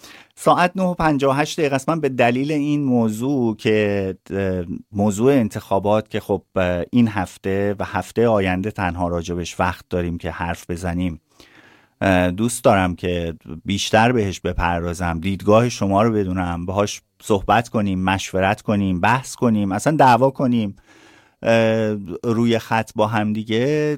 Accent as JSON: {"language": "Persian", "country": "Iran", "moved": "yes", "lives_now": "Sweden", "said": "مایی که در این حال که سوئدی هستیم ایرانی هم هستیم"}